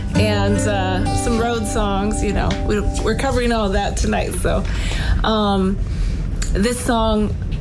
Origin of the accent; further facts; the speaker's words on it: Helena, Montana, United States; my hometown of Helena, Montana.